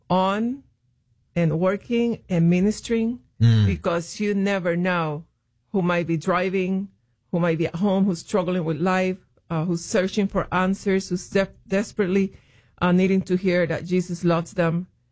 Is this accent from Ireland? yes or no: no; Puerto Rico; This is in Puerto Rico, from the city to my hometown, which is his hometown. It's a two-hour drive.